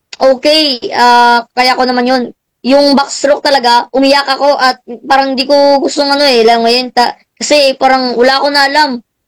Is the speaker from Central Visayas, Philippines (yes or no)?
no; Cadiz City, Western Visayas, Philippines; Negros sa Cadiz City.